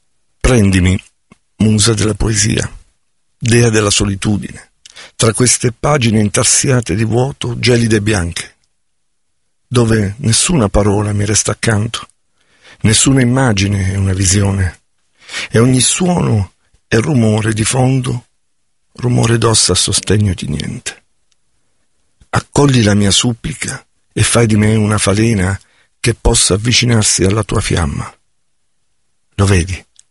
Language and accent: Italian; Abruzzo, Italy; Io sono abruzzese e amo i sapori semplici e autentici.